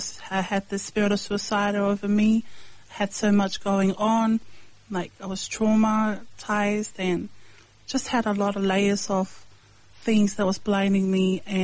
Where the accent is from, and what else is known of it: Tokoroa, Waikato, New Zealand; born or raised there; also born or lived in Samoa